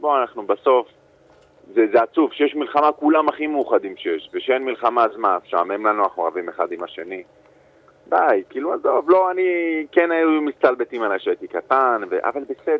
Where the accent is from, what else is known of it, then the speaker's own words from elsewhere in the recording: Ashdod, Southern District, Israel; גדלתי באשדוד